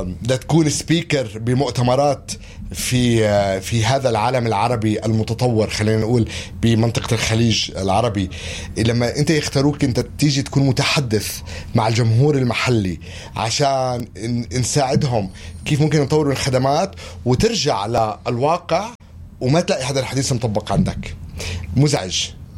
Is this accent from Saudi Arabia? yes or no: no; Palestine; لأنه أنا فلسطيني